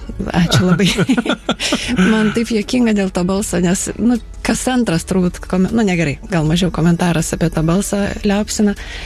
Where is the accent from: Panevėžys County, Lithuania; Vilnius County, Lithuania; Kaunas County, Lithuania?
Vilnius County, Lithuania; Vilnius; also born or lived in Elektrėnai / Italy; gimiau Vilniuje, teko laimė gimti ir žakti Vilniuje